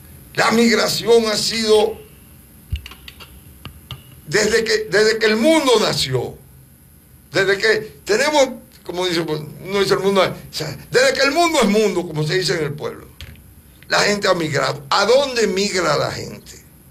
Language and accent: Spanish; Dominican Republic